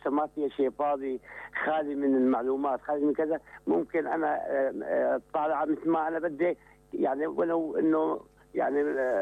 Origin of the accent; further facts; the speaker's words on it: Syria; بين بعضنا نحن كسوريين بجميع محافظاتنا.